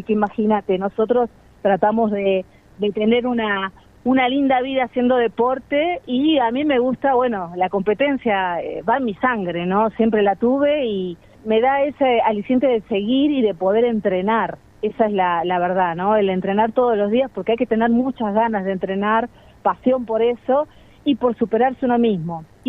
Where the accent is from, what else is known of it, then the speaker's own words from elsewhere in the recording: Mar del Plata, Buenos Aires Province, Argentina; now in Bariloche, Argentina; Soy de Mar del Plata, pero ya te digo que soy patagónica. Ya hace muchos años que vivo acá, me casé acá, tuve mis hijos.